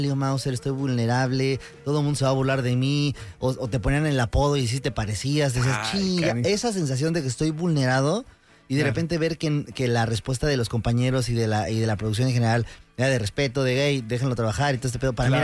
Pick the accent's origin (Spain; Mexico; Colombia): Mexico; ¿en verdad somos esto como mexicanos? Y la respuesta es sí. somos esto como mexicanos.